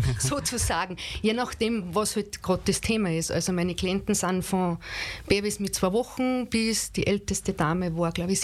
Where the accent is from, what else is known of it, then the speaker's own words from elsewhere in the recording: Schwarzach, Salzburg, Austria; Also ich bin … geboren in Schwarzach vor fast 53 Jahren, aufgewachsen in Schwarzach